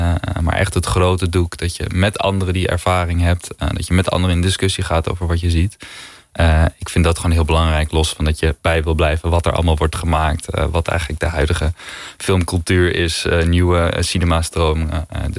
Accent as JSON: {"language": "Dutch", "region": "Friesland", "country": "Netherlands", "tie": "born or raised there", "moved": "as an adult", "lives_now": "Amsterdam, Netherlands", "said": "Ik kom zelf uit Friesland. Dus ik ben sowieso opgegroeid. Ik wou niet zeggen op water, maar wel rondom water."}